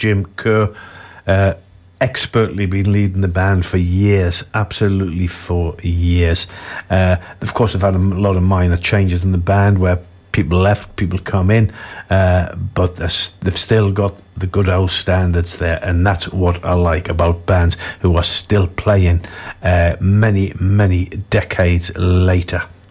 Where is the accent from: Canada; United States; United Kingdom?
United Kingdom; England; Obviously, I'm English, but I belong to the United Kingdom